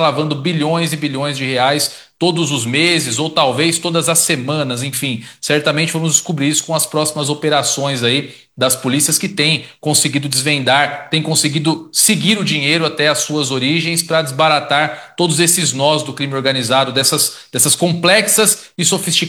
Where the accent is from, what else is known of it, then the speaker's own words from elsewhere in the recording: Brazil; nós, brasileiros